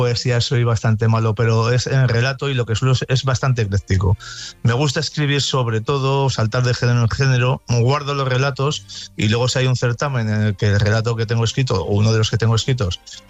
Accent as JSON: {"language": "Spanish", "town": "Haro", "region": "La Rioja", "country": "Spain", "tie": "born or raised there", "said": "que además es de mi pueblo, en Aro"}